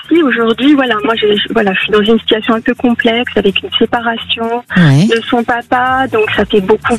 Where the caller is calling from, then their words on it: Chambéry, Auvergne-Rhône-Alpes, France; De Chambéry.